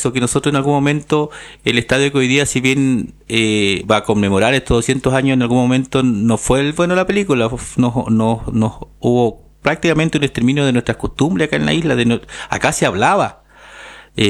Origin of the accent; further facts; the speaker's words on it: Chiloé, Los Lagos, Chile; la isla en Chiloé, creo yo que sobrepasamos el 80% que tenemos algún tipo de sangre originaria.